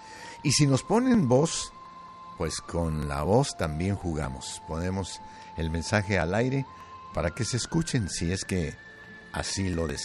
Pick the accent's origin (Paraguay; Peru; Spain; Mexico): Mexico; Pero nosotros, como somos mexicanos, pues tenemos ese interés enorme